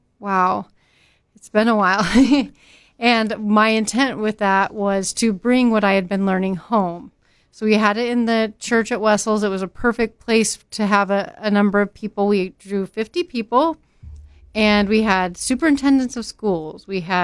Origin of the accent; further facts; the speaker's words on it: Nebraska, United States; I grew up in York County on a farm straight north of the Cortiva Research place right there on 34. And the farm that I grew up on, it was a great place.